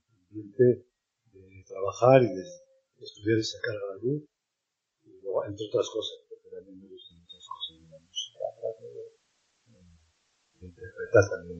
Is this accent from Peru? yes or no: no; Castile and León, Spain; born there; now in Segovia, Spain; en la zona donde yo nací, en el Carracillo